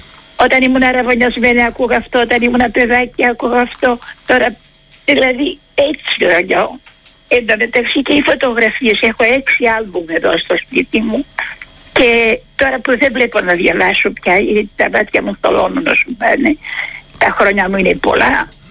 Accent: Istanbul, Turkey; moved away; also born or lived in Tatavla (Kurtuluş), Istanbul

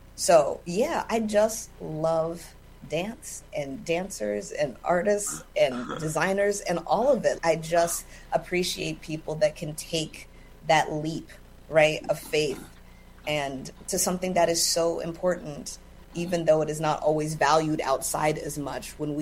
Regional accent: California, United States; I grew up in California, and as all things do that start with me, it started with Sesame Street.

